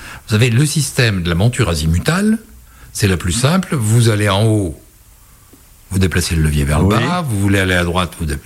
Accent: Auvergne-Rhône-Alpes, France; Je suis auvergnat

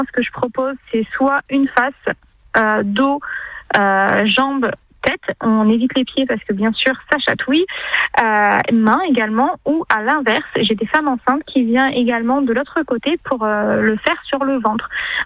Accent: Réunion; moved away as an adult; now in France; Je suis arrivée ici en France quand j'avais 18 ans, parce que de base, je viens de l'île de La Réunion.

